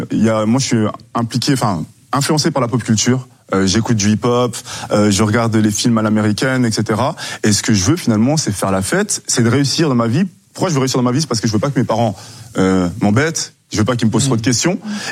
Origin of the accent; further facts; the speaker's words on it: Switzerland; je viens de la Suisse, un pays que j'aime énormément